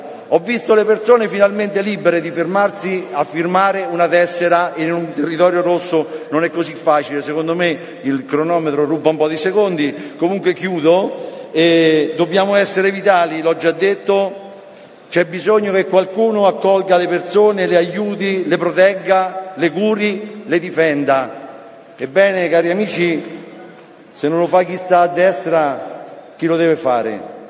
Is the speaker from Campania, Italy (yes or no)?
no; Terni, Umbria, Italy; Vi porto i saluti anch'io dell'Umbria, dell'Umbria del Sud, di Terni, la mia città, la città dell'acciaio, la città fra le acque, l'Interamna, la città nella quale vivo da quando sono nato, nella quale la mia famiglia vive dal 1640